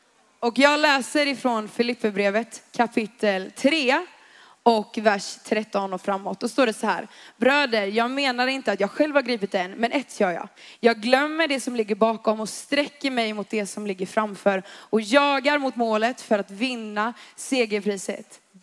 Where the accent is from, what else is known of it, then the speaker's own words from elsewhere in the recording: Växjö, Kronoberg County, Sweden; now in Varberg, Sweden; i grund och botten är jag från Växjö faktiskt.